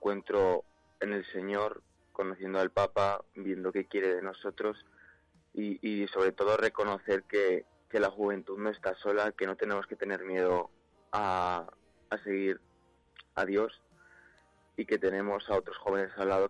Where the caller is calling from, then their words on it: Soria, Castile and León, Spain; yo he conocido a muchísimos jóvenes de aquí de Soria que no conocía por el hecho de no salir de mi pueblo.